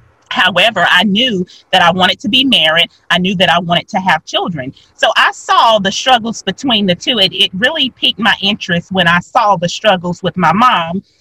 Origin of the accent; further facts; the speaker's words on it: Newton, Mississippi, United States; now in Chattanooga, United States; Newton, Mississippi is a very small town. It one high school. When I moved to Chattanooga, I was overwhelmed with the amount of schools that they had. But Newton, Mississippi, everybody went to the same high school. It's a little small town that I started out with elementary school.